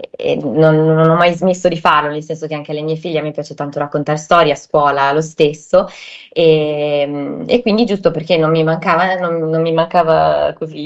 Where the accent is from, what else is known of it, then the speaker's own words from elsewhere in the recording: Genoa, Liguria, Italy; perché certo sono cresciuta a Genova, però gli interessi per qualcosa di diverso invece penso ci sia sempre un po' stato dai racconti in famiglia